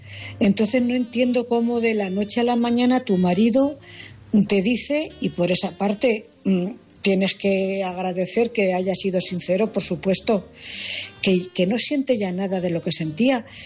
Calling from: Cuenca, Castilla-La Mancha, Spain; Buenas noches … corresponsal de Cuenca.

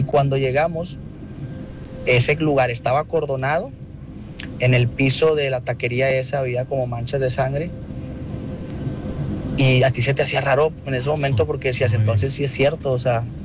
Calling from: Monterrey, Nuevo León, Mexico; Yo soy de aquí de Monterrey, aquí por Avenida Leones

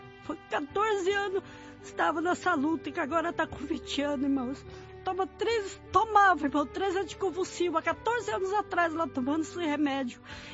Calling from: Taboão da Serra, São Paulo, Brazil; Nós moramos no interior, mas no momento nós estamos no Taboão da Serra, Pirajussara.

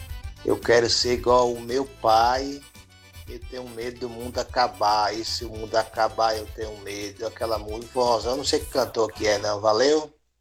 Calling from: Livramento de Nossa Senhora, Bahia, Brazil; Eu sou aqui de Livramento, na Bahia. Livramento, a capital da manga.

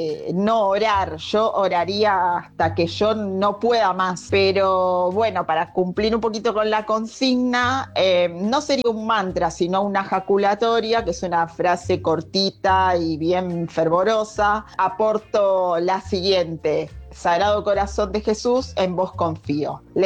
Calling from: Temperley, Buenos Aires Province, Argentina; Muy buenas noches … de Temperley.

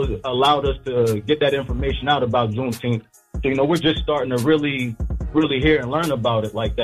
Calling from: Lancaster, Pennsylvania, United States; from Lancaster, PA.

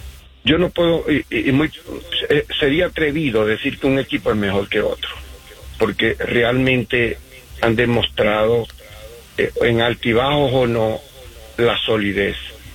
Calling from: Utah, United States; Buenos días

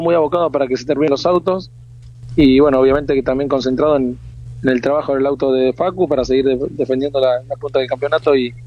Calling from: Argentina; acá somos todos argentinos

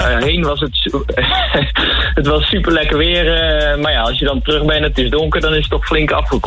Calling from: Kamerik, Utrecht, Netherlands; Ik kom uit Kamerik.

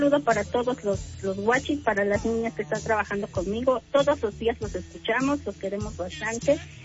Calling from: Huauchinango, Puebla, Mexico; De la Sierra Norte de Puebla, de Huauchinango específicamente.

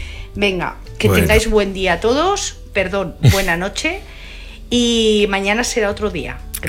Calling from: Madrid, Community of Madrid, Spain; Hola, buenas noches. … de Madrid.

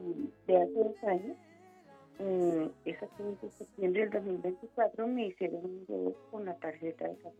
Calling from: Bogotá, Colombia; En Bogotá, Villa de Granada.

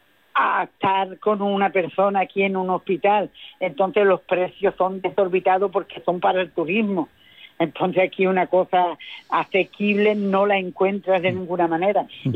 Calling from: Medina Sidonia, Andalusia, Spain; nosotros venimos de Medina Sidonia.

